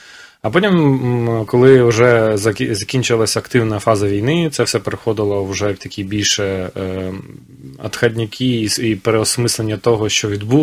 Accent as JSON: {"language": "Ukrainian", "region": "Luhansk Oblast", "country": "Ukraine", "tie": "born or raised there", "first_language": "Russian", "second_language": "Ukrainian", "said": "я з Луганської області, народився в Луганській області, виріс, російською мовою все життя говорив, зараз говорю українською"}